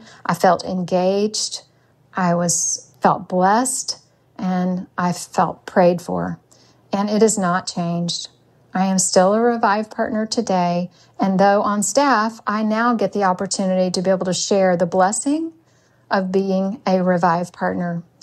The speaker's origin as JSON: {"language": "English", "region": "Texas", "country": "United States", "said": "I'm from Texas."}